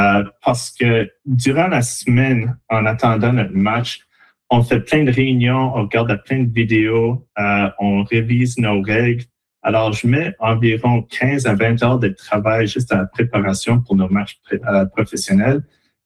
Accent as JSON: {"language": "French", "region": "Saskatchewan", "country": "Canada", "tie": "born or raised there", "said": "Alors, comme vous avez dit, j'ai grandi au Saskatchewan."}